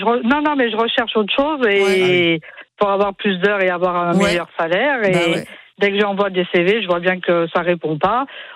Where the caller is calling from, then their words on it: Auvergne-Rhône-Alpes, France; Moi, je suis à côté d'Issoire, dans le Puy-de-Dôme.